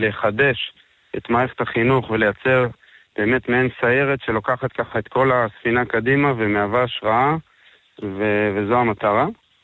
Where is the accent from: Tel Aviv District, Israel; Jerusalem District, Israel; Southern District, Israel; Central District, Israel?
Southern District, Israel; גדלתי בערבה, משפחה חקלאית, מגדל תמרים בעצמי היום